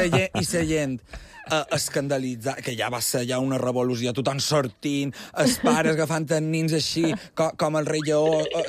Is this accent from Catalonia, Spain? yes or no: no; Balearic Islands, Spain; clar, no a mi com a mallorquí no me passarà.